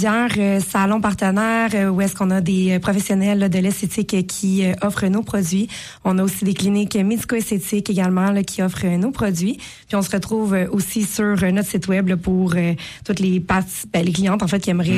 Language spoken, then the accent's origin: French; Lavaltrie, Quebec, Canada; moi, je suis native de Valtrie. Donc, j'ai une attache particulière pour la Valtrie.